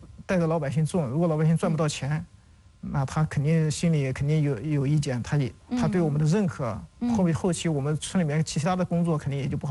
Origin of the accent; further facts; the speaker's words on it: Anhui, China; 我们安徽这边